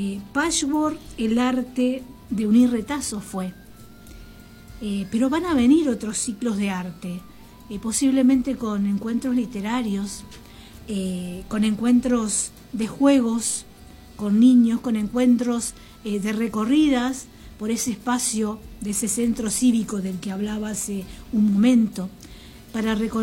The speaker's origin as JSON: {"language": "Spanish", "country": "Argentina", "said": "reconocernos como argentinos"}